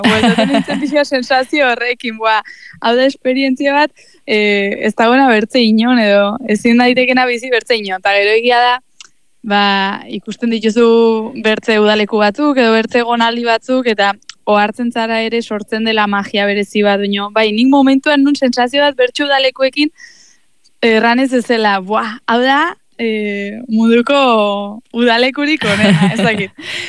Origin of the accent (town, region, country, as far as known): Bera, Navarre, Spain; born there